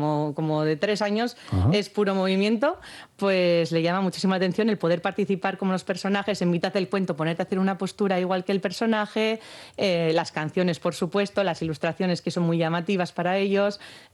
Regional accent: Gatica, Basque Country, Spain; Yo soy de Gatica, exactamente.

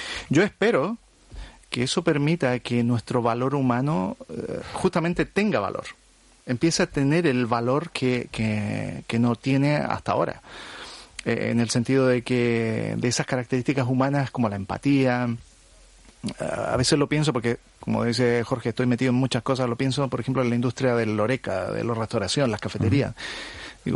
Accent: southern Chile, Chile; Yo vengo del sur de Chile. Mis padres son panaderos, son pequeños empresarios.

